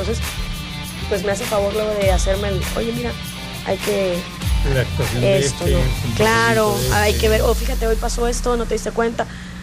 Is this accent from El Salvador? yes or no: no; Balancán, Tabasco, Mexico; moved away as an adult; also born or lived in Jonuta; Balancán, porque digo, de hecho fui concebida en Balancán. O sea, vine a nacer aquí y vámonos para atrás. Sí, y crecí hasta que terminé la universidad allá. Lo poco que crecí, lo crecí en Balancán.